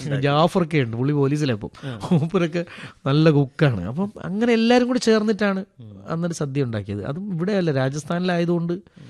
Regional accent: Kerala, India; പല പല വീടുകൾ, പല നാടുകളിൽ നിന്ന്, കേരളത്തിൻ്റെ വിവിധ സ്ഥലങ്ങളിൽ നിന്ന് വന്നു, പല ജാതി ആളുകൾ, പല മതങ്ങൾ

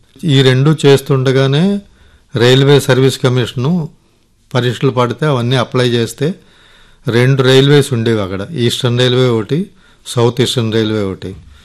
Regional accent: Kakinada, Andhra Pradesh, India; born there; moved away as an adult; also born or lived in Srikakulam district, Andhra Pradesh / Kolkata; నేను మధ్య వరసలో పుట్టాను, శ్రీకాకుళం జిల్లా. అక్కడి నుంచి కాకినాడ మేనమ తీసుకెళ్లి 6 నుంచి ఆ కాకినాడలోనే చదివించారు. పిఆర్ కాలేజీలో చదివాను.

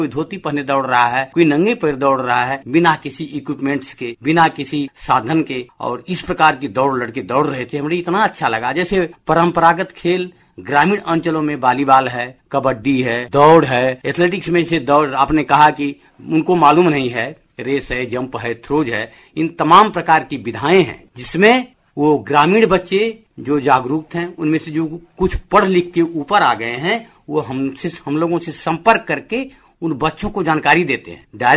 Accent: Chandauli district, Uttar Pradesh, India; जैसे हम लोग गांव के हैं रहने वाले, बेसिकली मैं गांव का निवासी हूँ, चंदौली जिले में धानापुर एक जगह है, धानापुर में गांव है डबरिया, उस गांव का मैं मूल रूप से निवासी हूँ।

